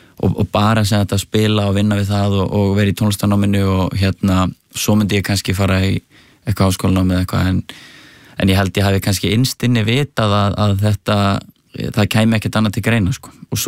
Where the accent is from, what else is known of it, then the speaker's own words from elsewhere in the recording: Árbær, Capital Region, Iceland; og svo er ég náttúrulega alveg upp í Árbæ